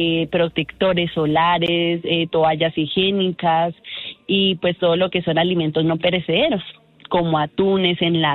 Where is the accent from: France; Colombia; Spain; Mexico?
Colombia; Es un momento donde todos como colombianos tenemos que ayudarnos unos con otros.